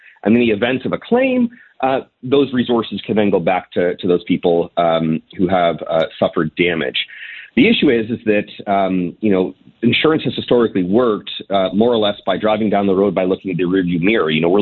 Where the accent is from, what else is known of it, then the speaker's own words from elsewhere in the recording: Hamilton, Ontario, Canada; I'm from Hamilton, Ticat fan.